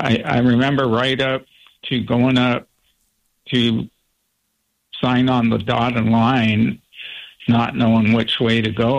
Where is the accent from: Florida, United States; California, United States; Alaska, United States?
Alaska, United States; Wrangell; And, you know, I grew up in Wrangell.